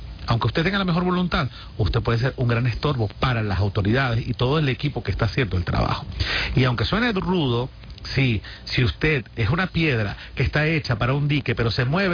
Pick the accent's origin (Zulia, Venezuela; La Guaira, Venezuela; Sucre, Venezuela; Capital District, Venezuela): Zulia, Venezuela; Maracaibo; Y así somos los venezolanos. Yo soy maracucho. En Maracaibo, tú llegas a cualquier casa cercano a la hora de la comida y vas a comer con la gente.